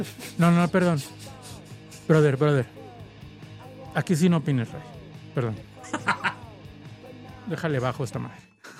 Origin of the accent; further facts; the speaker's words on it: Mexico City, Mexico; Como chilango estoy acostumbrado.